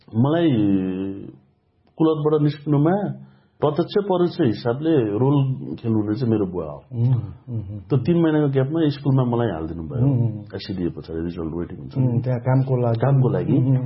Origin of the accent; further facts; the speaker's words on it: Dharan, Koshi Province, Nepal; also born or lived in Letang, Morang; मेरो जन्म चाहिँ लेटाङ मोरङ हो, तर सानैमा लगभग 4-5 वर्षमा हामी धरान सिफ्ट भयो र मेरो बाल्यकाल चाहिँ धरानमै भयो